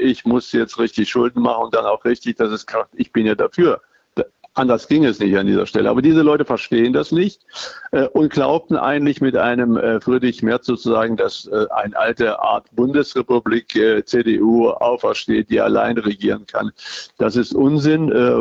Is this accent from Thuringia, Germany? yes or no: yes; Erfurt, Thuringia, Germany; selbst als Erfurter